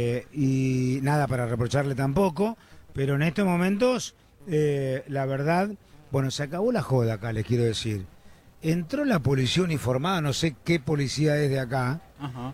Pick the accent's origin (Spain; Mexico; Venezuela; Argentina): Argentina; orgulloso como argentino, orgulloso como deportista